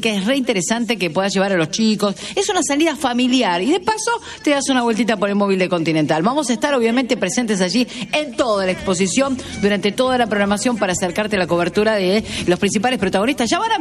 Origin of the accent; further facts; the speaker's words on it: Argentina; somos argentinos